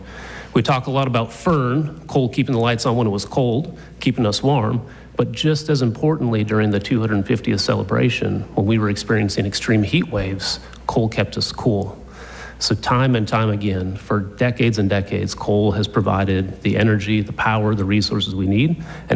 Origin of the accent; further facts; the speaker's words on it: North Dakota, United States; my home state of North Dakota